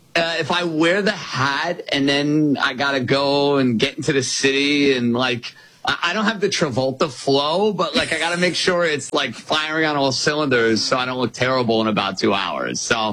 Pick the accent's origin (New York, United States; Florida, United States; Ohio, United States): New York, United States; accent: New Yorker; I have my New York loyalties, and I sound very much like a New Yorker. I don't think you're going to mistake my accent for being from the Midwest or being out in California or whatnot.